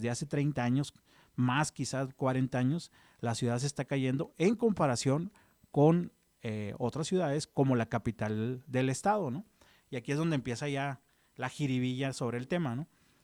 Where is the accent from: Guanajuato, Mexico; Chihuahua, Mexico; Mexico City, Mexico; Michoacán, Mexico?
Chihuahua, Mexico; los restantes 66 municipios que somos el estado de Chihuahua.